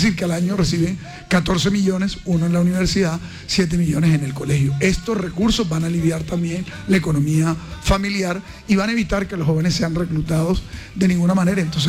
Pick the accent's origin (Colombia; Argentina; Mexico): Colombia; Caribbean Region; Yo soy un hombre del Caribe, pero que además no solamente soy del Caribe, sino que vivo en el Caribe. Aquí están mis hijos